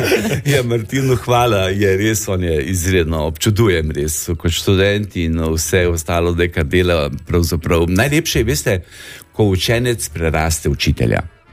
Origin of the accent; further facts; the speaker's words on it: Grosuplje, Central Slovenia, Slovenia; now in Ljubljana, Slovenia; še vedno sem, se pravi, stalni prebivalec občine Grosuplje, sicer sem iz Male Ilove Gore.